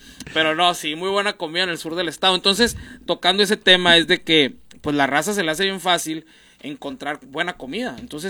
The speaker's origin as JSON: {"language": "Spanish", "town": "Hermosillo", "region": "Sonora", "country": "Mexico", "said": "yo soy de Hermosillo y amo mi ciudad"}